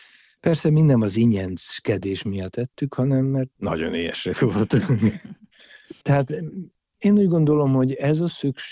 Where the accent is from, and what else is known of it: Dej, Cluj County, Romania; born or raised there